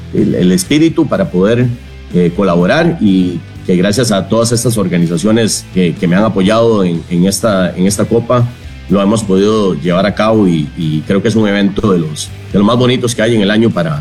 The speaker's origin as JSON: {"language": "Spanish", "town": "Santo Domingo", "region": "Heredia", "country": "Costa Rica", "tie": "born or raised there", "said": "yo soy oriundo de Santo Domingo, desde los 7 años juego béisbol"}